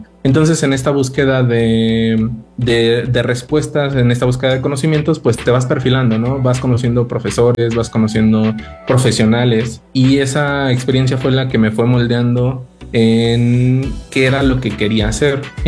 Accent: Pachuca, Hidalgo, Mexico; Yo soy originario de aquí de Pachuca de Soto, nacido, criado, ya 30 años por acá, aunque pues ya con esta experiencia de la vida, pues ya me ha tocado vivir en varias partes del país, pero pues nada como los fríos de por acá.

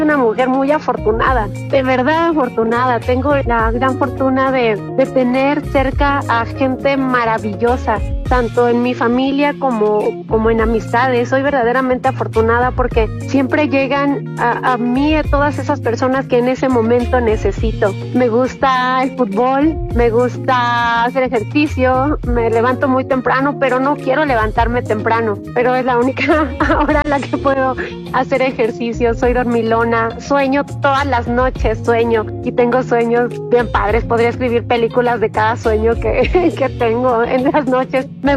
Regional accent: Ciudad Sahagún, Hidalgo, Mexico; Soy de Ciudad Sahagún, una ciudad mágica porque es la primera ciudad industrial nacida en México como ciudad industrial. O sea, primero llegaron las industrias y luego nace la ciudad.

